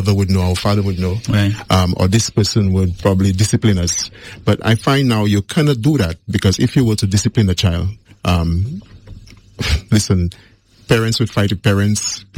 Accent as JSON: {"language": "English", "region": "Castries", "country": "St. Lucia", "tie": "born or raised there", "said": "Growing up in Boapatat was more bush-like, you know, little bit of houses, not many houses. We had footpaths and not roads to get to those homes. Very quiet community."}